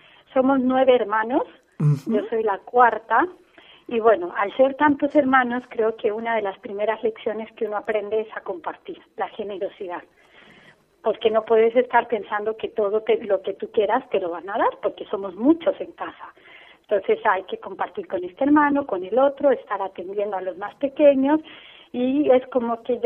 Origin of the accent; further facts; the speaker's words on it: Cusco, Peru; born there; tengo 28 años, nací en Perú, aunque mis papás son argentinos.